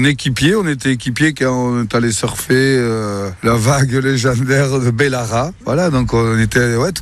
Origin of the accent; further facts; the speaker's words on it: Boucau, Nouvelle-Aquitaine, France; je suis de Boucau, je surfe au Boucau depuis les années 1970 et j'ai donc 65 ans fait, voilà.